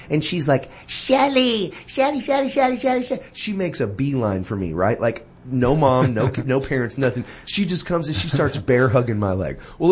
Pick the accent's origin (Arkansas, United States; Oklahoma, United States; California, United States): Arkansas, United States; In fact, to this day, folks from Arkansas, we're still stuck with this stigma